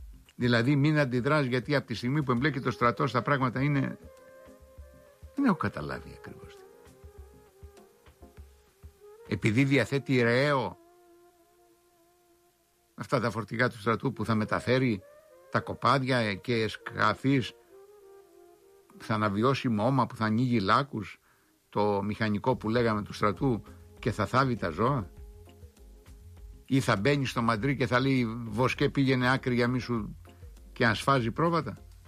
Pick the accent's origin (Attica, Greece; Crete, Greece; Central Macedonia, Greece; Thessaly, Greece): Crete, Greece; Μάλιστα πήγε χθες στην Πατρώα μας γη, κοντοχωριανή μας ένα δουλάκι, 4-5 χιλιόμετρα το χωριό του από το χωριό μου